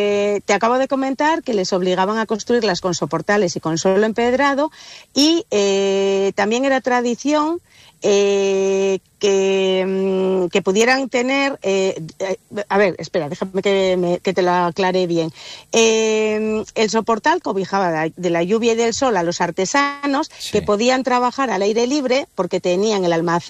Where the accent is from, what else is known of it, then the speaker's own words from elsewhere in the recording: Avilés, Asturias, Spain; muchos de los que somos de Avilés y vivimos en Avilés